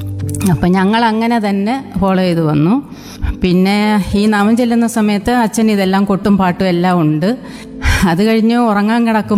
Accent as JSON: {"language": "Malayalam", "town": "Chirakkara", "region": "Kerala", "country": "India", "tie": "born or raised there", "said": "പക്ഷേ ഞാൻ ജനിച്ചു വളർന്നതൊക്കെ കൊല്ലം ജില്ലയിൽ തന്നെ ചിറക്കര എന്ന് പറഞ്ഞൊരു സ്ഥലമുണ്ട്. ഒരു കൊച്ചു ഗ്രാമം, നല്ല സുന്ദരിയായ ഒരു ഗ്രാമം."}